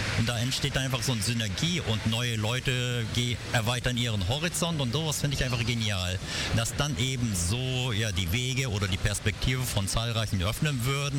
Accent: Hamburg, Germany; born there; also born or lived in Japan; aber ich bin in Hamburg und habe auch zumindest unter deutschen Städten nur in Hamburg gelebt.

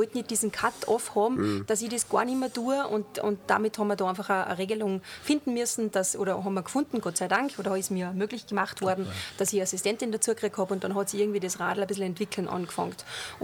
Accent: Austria; Aber was dann denn wir als Österreicher lernen, also diese europäische Idee, da bin ich eine Vollgasverfechterin.

